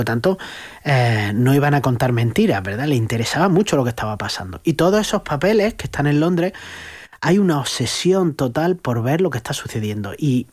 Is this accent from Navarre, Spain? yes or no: no; Andalusia, Spain; Andalucía, a precisamente mi tierra.